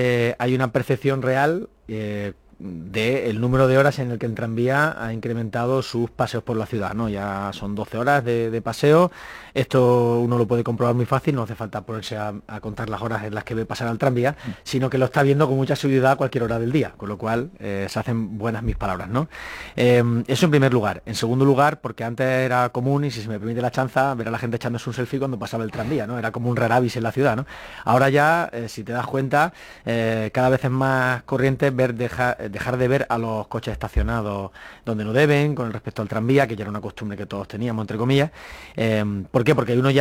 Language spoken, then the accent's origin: Spanish; Jaén, Andalusia, Spain; Yo, que soy súper de Jaén